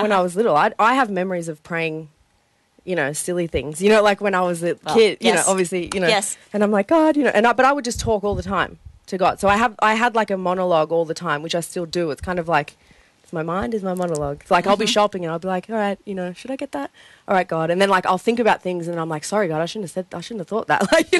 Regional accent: Sydney, New South Wales, Australia; born there; moved away; I was born in Sydney.

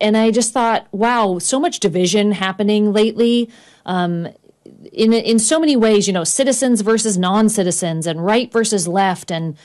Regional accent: California, United States

